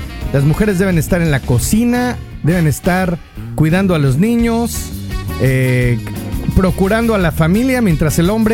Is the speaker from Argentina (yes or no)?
no; Mexico; pero en México el acento español es para los chistes. O sea, nos educaron a eso.